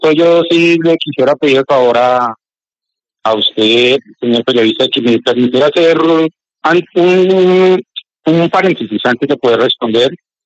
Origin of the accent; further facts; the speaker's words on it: Colombia; nos une a todos como colombianos